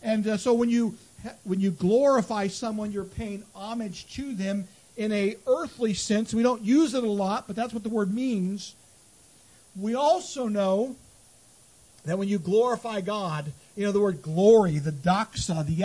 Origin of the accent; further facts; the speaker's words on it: Temecula, California, United States; back yonder when I grew up in Temecula, California, it was a small town. That's 100,000 people there now. But back then, it was just a few thousand people, and one elementary school, and one junior high school, and no high school.